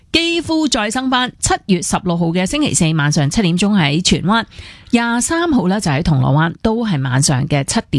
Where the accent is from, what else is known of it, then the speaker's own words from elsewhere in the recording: China; 我哋中国人有句说话嘛，学如逆水行舟，不进啊则退。